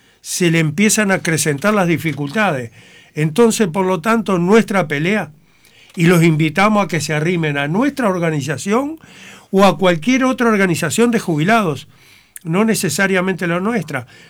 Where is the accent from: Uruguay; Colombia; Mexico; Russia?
Uruguay; Canelones; yo soy de Canelones